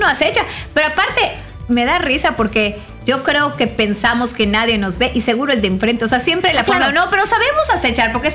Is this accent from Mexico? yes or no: yes; Mexico; algo que es como muy, muy de mexicanos es que sí, somos como muy molocheros.